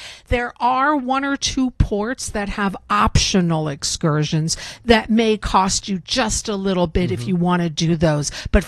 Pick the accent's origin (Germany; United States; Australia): Germany; moved away; I grew up in Germany.